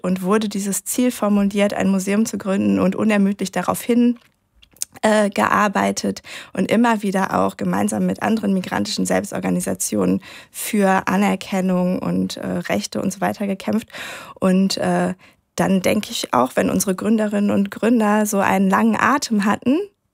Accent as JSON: {"language": "German", "town": "Cologne", "region": "North Rhine-Westphalia", "country": "Germany", "tie": "born there", "said": "Also ich bin tatsächlich Kölnerin, ich bin in Köln geboren. Mein Vater kommt aus dem Tschad, der ist in den 70er Jahren nach Deutschland gekommen, weil er vor dem Bürgerkrieg dort geflohen ist."}